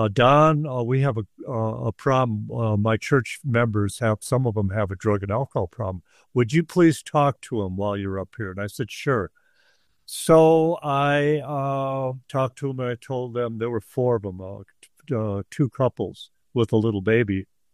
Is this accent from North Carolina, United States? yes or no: no; Texas, United States; We're from Texas, you know.